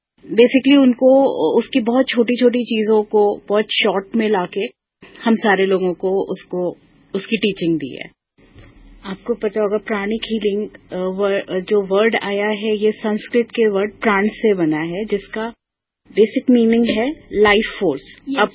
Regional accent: Mankapur, Uttar Pradesh, India; also born or lived in Prayagraj; मेरा जन्म स्थान प्रयागराज है, जहाँ पे मैं चार साल तक रही हूँ। उसके बाद अयोध्या के पास आईटीआई मनकापुर एक कैंपस है, इंडियन टेलीफोन इंडस्ट्री, मेरी स्कूलिंग वहीं से हुई है

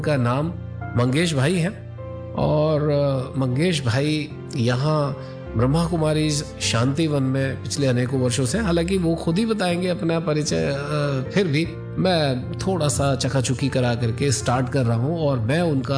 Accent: Muzaffarnagar, Uttar Pradesh, India; मैं यूपी मुजफ्फरनगर से ताल्लुक रखता हूँ

